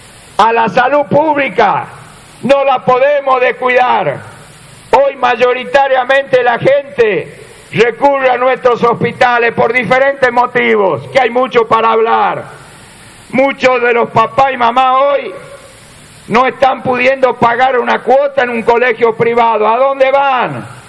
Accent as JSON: {"language": "Spanish", "region": "Tucumán", "country": "Argentina"}